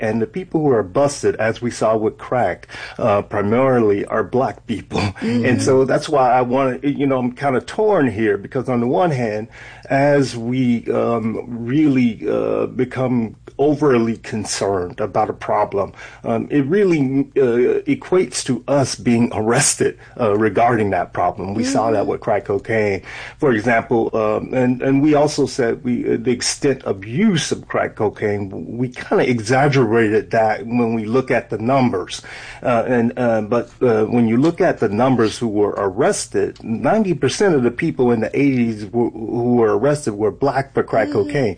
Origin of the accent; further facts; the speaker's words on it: Miami, Florida, United States; I grew up in Miami, and at that time, I was in the Air Force, actually.